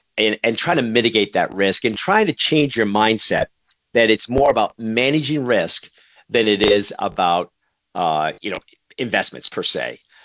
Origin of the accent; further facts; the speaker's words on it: Binghamton, New York, United States; I'm from Binghamton, New York